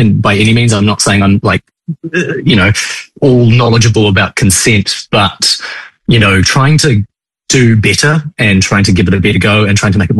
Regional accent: New Zealand; moved away; Growing up in New Zealand

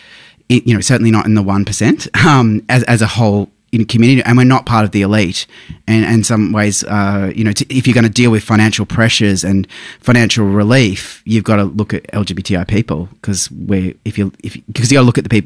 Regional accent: Queensland, Australia; I mean, I'm from Queensland.

